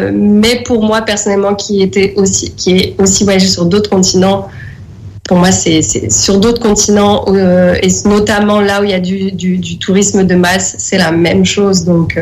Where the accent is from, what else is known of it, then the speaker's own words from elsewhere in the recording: Morocco; moi, je suis marocaine.